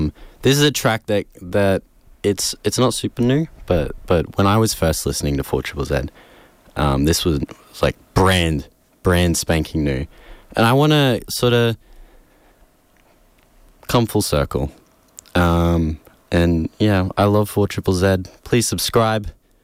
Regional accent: Ipswich, Queensland, Australia; I'm from Ipswich. That's why this is the West Line, because I'm from the West.

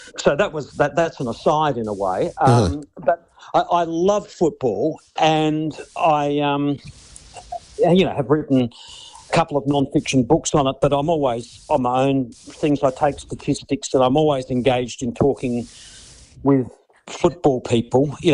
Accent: Perth, Western Australia, Australia; they'll likely come from my home state, Perth

